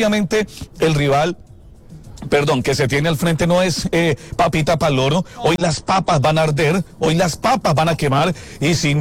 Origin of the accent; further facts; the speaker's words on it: Ibagué, Tolima, Colombia; Ustedes saben que yo soy de Ibagué y en Ibagué la pasamos muy bueno.